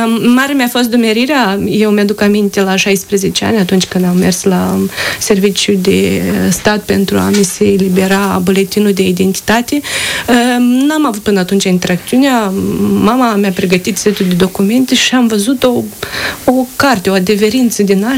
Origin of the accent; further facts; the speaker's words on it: Moldova; am ales să rămân în Republica Moldova